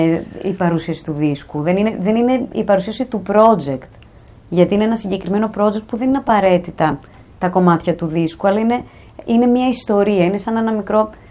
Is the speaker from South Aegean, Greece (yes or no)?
yes; Parikia, South Aegean, Greece; Επειδή είμαι από την Πάρο.